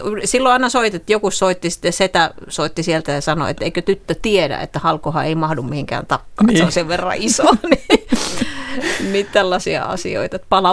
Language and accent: Finnish; Eastern Finland, Finland; born there; moved away; siellä kotipuolessa Itä-Suomessa, siellä Kaskinkylässä